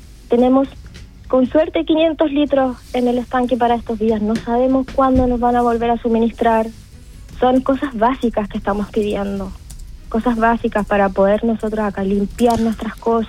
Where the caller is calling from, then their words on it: Chile; ser la voz de mis vecinos y de toda la gente que estamos afectada acá en Cruz de Caña